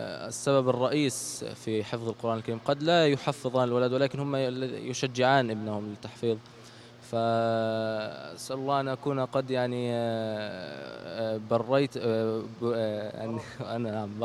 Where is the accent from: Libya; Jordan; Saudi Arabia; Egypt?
Jordan; في بلدي الاردن لاهلي واصدقائي ومشايخي